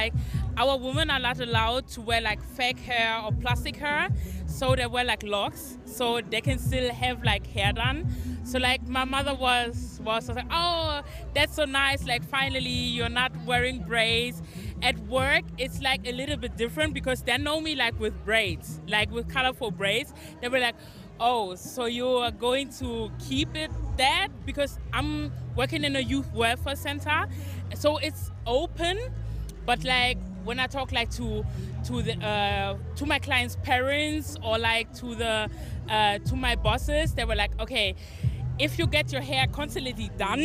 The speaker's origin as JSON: {"language": "English", "country": "Germany", "tie": "born or raised there", "said": "I feel like, for me, I grew up in Germany"}